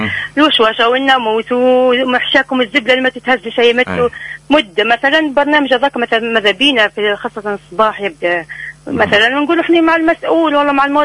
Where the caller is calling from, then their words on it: El Mettouia, Gabès Governorate, Tunisia; من المطوية.